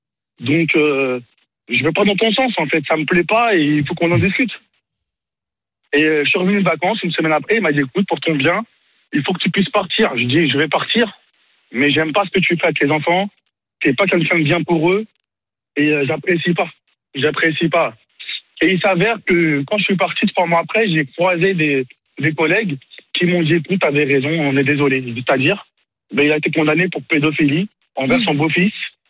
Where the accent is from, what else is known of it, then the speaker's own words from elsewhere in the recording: France; Moi, je suis maghrébin et je suis français.